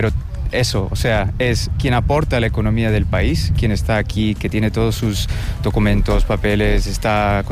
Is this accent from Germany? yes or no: yes; Germany; Spanish is a second language; Soy mitad ecuatoriano, mitad alemán.